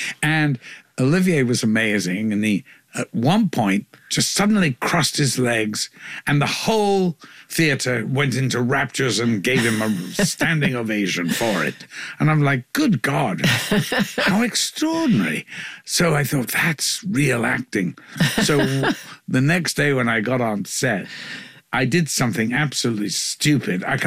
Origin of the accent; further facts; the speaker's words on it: Liverpool, North West England, United Kingdom; But I did, because I'm from Liverpool.